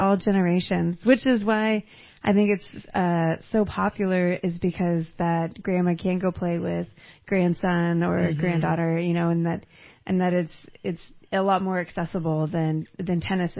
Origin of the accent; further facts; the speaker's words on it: Reading, Pennsylvania, United States; also born or lived in San Francisco; I'm originally from Reading, moved here in 2021